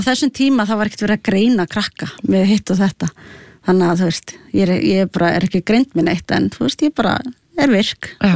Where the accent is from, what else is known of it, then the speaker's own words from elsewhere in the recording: Reykjavík, Capital Region, Iceland; also born or lived in Sweden; ég fæddist í Reykjavík og svo alinn upp í, hérna, í Svíþjóð frá 2 til 6 ára